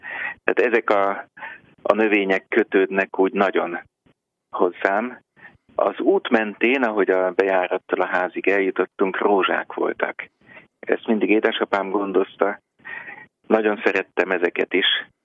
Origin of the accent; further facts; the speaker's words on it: Budapest, Hungary; now in Szombathely, Hungary; Igazából én Budapesten második kerületben kertesházban nőttem föl